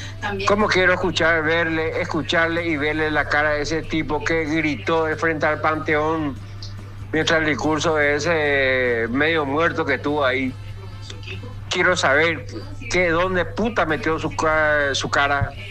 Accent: Asunción, Paraguay; moved away; Soy asunceno, pero salí de ahí, tuve que salir de ahí, pero me sigo sintiendo como mi terruño, Asunción.

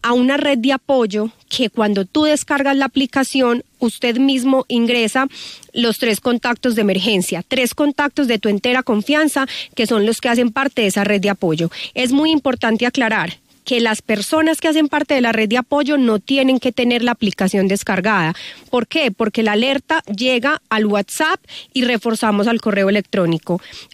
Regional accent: Antioquia, Colombia; Soy antioqueña de 36 años. Soy mamá.

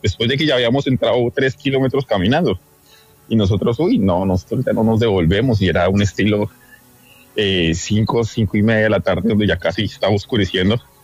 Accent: Boyacá, Colombia; Yo soy de Boyacá. Nosotros nos encantaba salir a caminar en montañas

